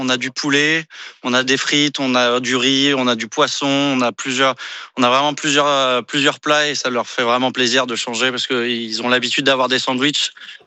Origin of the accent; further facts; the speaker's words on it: Paris, Île-de-France, France; moi, je suis parisien